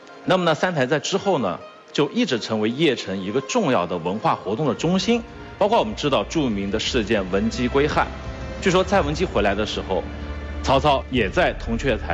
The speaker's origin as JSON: {"language": "Chinese", "country": "China", "said": "因为对于我们中国人来讲，中这个字就特别特殊的一个意义，它是中华文化的一个特质。"}